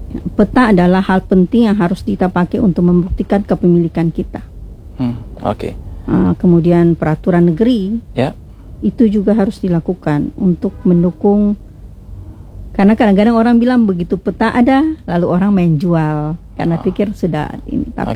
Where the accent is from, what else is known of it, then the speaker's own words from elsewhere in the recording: Maluku, Indonesia; Karena jujur saja kita di Maluku ini sangat sensitif soal tapal batas. Ego kita sebagai orang Maluku itu masih sangat tinggi soal tapal batas ini.